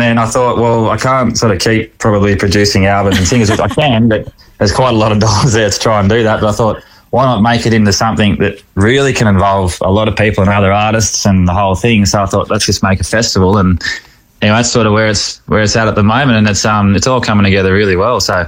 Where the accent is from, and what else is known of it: Boggabri, New South Wales, Australia; born or raised there